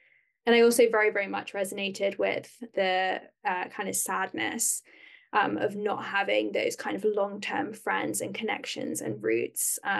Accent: England, United Kingdom; moved away as an adult; now in Canada; being an English person living in English speaking countries, that I am not really read as an immigrant at all. So though people are like interested that I'm from the UK

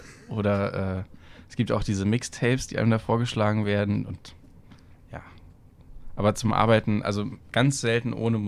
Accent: Brandenburg, Germany; Und ich komme aus der Prignitz, das ist der am undichtesten besiedelste Landkreis Deutschlands, am dünnsten besiedelste Landkreis Deutschlands. Und da ist wirklich nichts.

